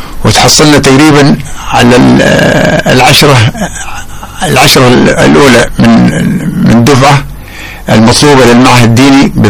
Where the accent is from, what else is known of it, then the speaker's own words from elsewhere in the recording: Qaydun, Hadhramaut, Yemen; من مواليد منطقة قيدون مديرية دوعن عام 1954. تعلمت في المعلامة الأولى تعليم الأهلي في قيدون في رباط الحداد